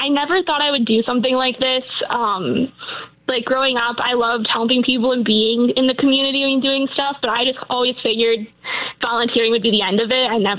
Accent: Kenosha, Wisconsin, United States; Yeah, so I was raised here in Kenosha my entire life. I'm fourth generation here in this city, so long roots.

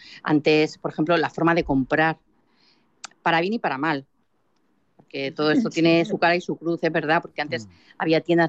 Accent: Ciudad Real, Castilla-La Mancha, Spain; moved away as an adult; also born or lived in Moral de Calatrava / Salamanca; now in Madrid, Spain; He de decirte que yo nací en Madrid. Solamente nací aquí, viví en Moral de Calatrava hasta los 8 años y luego ya viví en Ciudad Real y estudié en Ciudad Real

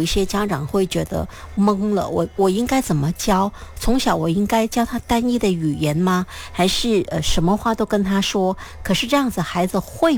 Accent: Malaysia; 马来西亚是一个语言环境挺复杂的一个生存空间或环境啊，怎么说呢？我们有本身的母语。有些人把它归类为我们的各方言，就是你是什么籍贯你就说什么方言，后来就是我们华人的华语

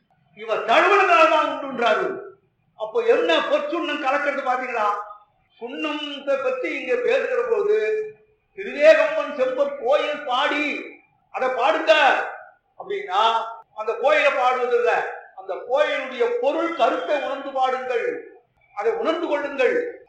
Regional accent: Kanchipuram, Tamil Nadu, India; நான் காஞ்சிபுரத்தை சேர்ந்தவன்றதால

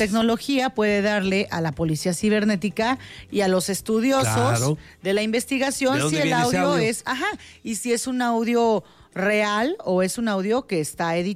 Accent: Mexico; somos mexicanos

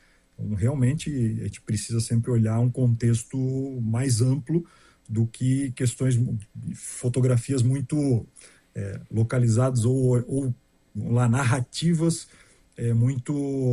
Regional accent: Joinville, Santa Catarina, Brazil; Eu sou joinvilense

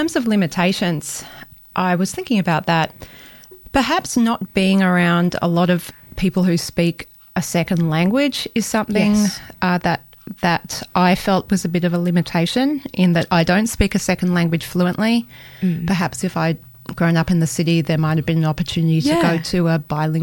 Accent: Bellingen, New South Wales, Australia; born or raised there

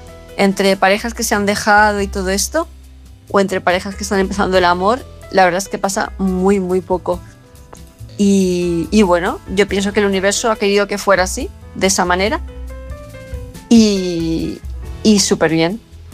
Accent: Palma de Mallorca, Balearic Islands, Spain; de Palma de Mallorca, y este mensaje es para Jorge.

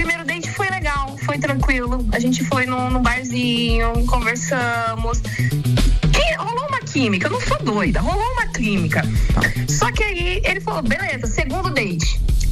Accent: São Paulo, Brazil; não, eu sou de São Paulo, tinha ido viajar e eu voltei.

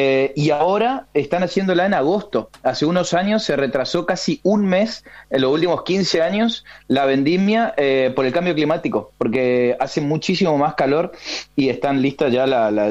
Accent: Corrientes, Argentina; now in Spain; yo soy de Corrientes

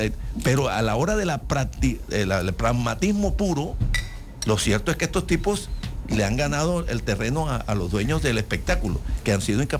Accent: Colombia; esa violencia, que todos decimos que somos los colombianos, que somos violentos

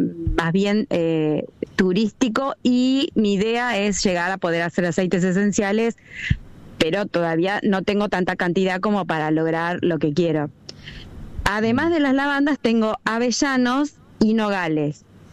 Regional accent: Buenos Aires Province, Argentina; born there; moved away as an adult; now in Río Negro, Argentina; nací en el campo, o sea, soy del centro de la provincia de Buenos Aires, nacida en el campo

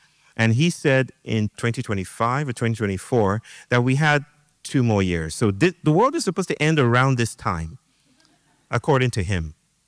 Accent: Nigeria; I grew up in Nigeria, and we had songs that basically came down to the idea that time is money.

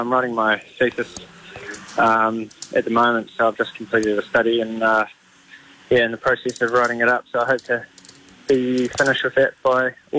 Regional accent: Dunedin, Otago, New Zealand; moved away as an adult; now in Christchurch, New Zealand; I grew up in Dunedin, so that's my hometown. I love Dunedin, but I really love Christchurch, so raising my family here

